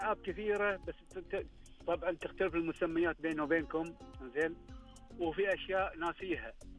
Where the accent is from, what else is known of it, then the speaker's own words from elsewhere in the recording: Al Khor, Qatar; طفولتي كان في منطقة قديمة اسمها عندنا منطقة الخور.